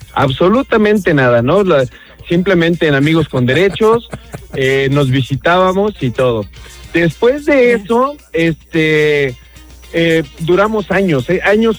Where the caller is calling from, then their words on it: Mexico City, Mexico; Hablo de la Ciudad de México.